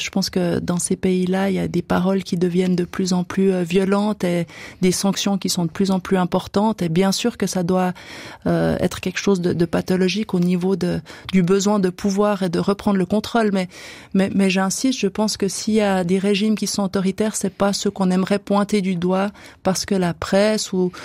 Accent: Switzerland; c'est facile de parler de Cuba quand on est Suisse, quand on y va pour les vacances, quand on sait qu'on peut y rentrer.

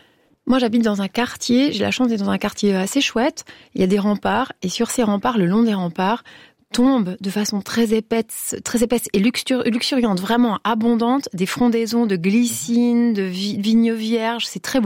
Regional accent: Switzerland; Après une Coupe du Monde, on a failli gagner, hein, en tant que Suisse.

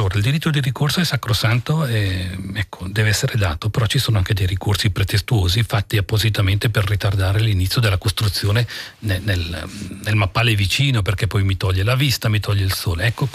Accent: Peccia, Ticino, Switzerland; io sono originario del piano di Pecia, il comune sta adesso eseguendo diversi lavori importanti.

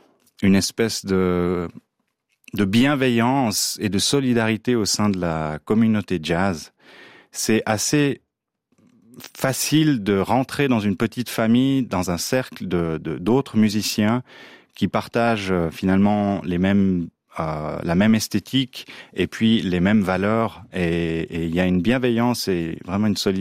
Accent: Chalais, Valais, Switzerland; En Valais, oui, voilà, c'est mon village natal.

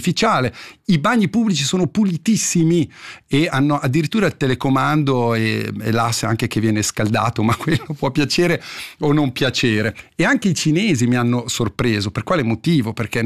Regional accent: Gandria, Ticino, Switzerland; Gandria, del mio paese

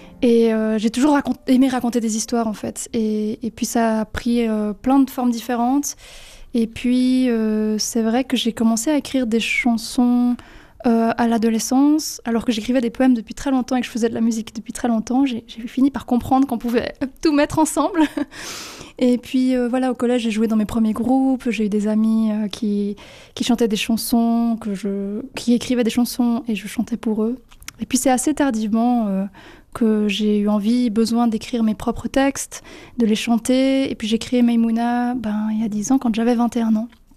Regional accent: Valais, Switzerland; born or raised there

